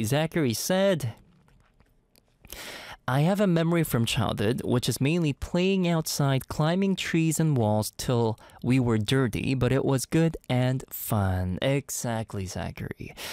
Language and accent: English; Canada; Growing up in Canada myself, very small family.